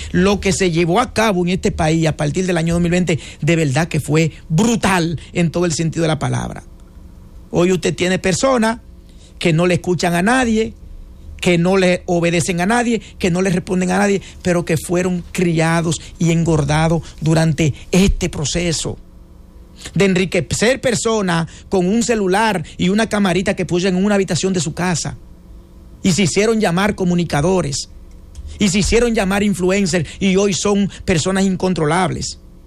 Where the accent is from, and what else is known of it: Dominican Republic